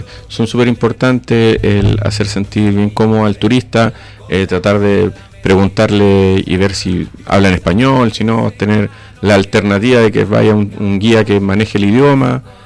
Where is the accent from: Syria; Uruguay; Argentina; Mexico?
Uruguay; now in Chile; yo soy uruguayo, mi familia también